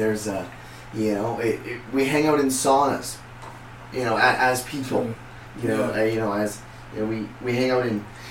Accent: Edmonton, Alberta, Canada; I'm from Edmonton originally.

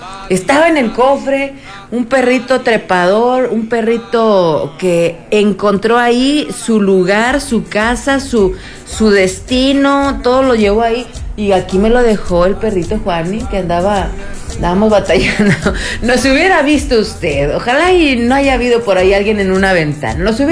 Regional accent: Allende, Mexico; yo soy de Allende

